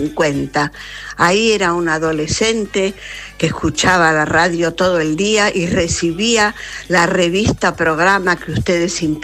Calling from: Buenos Aires, Argentina

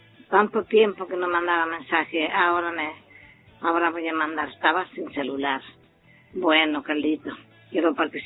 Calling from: Rama Caída, Mendoza, Argentina; de Ramacaída.

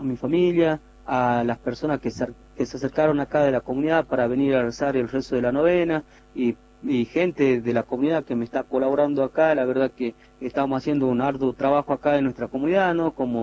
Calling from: Muñayoc, Jujuy, Argentina

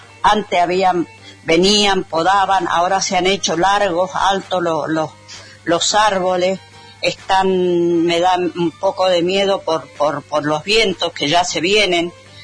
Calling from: Argentina; Yo les hablo del barrio Unimé … yo vivo en La Castillo, del barrio Unimé

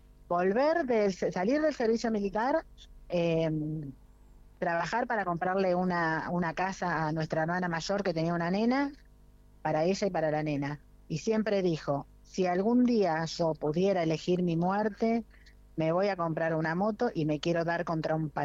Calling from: Argentina; soy una argentina que lleva el apellido de un héroe de Malvinas

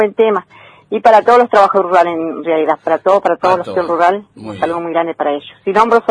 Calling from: Gualjaina, Chubut, Argentina; Estoy llamando de Gualjaina

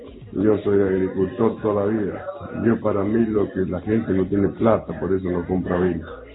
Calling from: Mendoza, Argentina; acá soy vecino de Juan Carlos Calderón, vivo en la llave sur, Colonia Castillo.

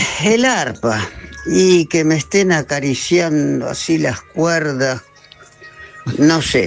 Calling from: Buenos Aires, Argentina; de Monte Castro

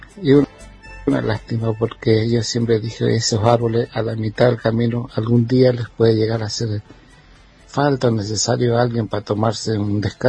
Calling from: San Rafael, Mendoza, Argentina; soy de San Rafael de Miguel.

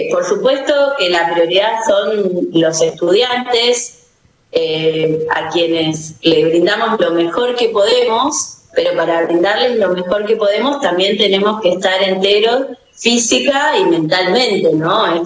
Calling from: Venado Tuerto, Santa Fe, Argentina; yo vivo en Venado Tuerto

